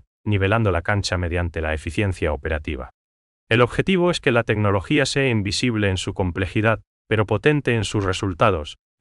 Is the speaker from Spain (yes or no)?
no; Paraguay; nos caracteriza como paraguayos.